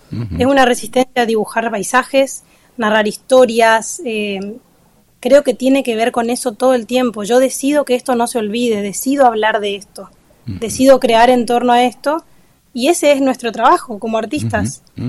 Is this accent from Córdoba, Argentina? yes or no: no; Chaco, Argentina; now in Buenos Aires, Argentina